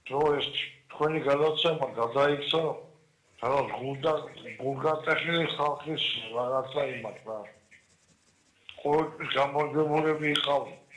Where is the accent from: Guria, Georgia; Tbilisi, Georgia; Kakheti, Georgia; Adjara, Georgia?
Adjara, Georgia; Batumi; მე ბათუმელი ვარ.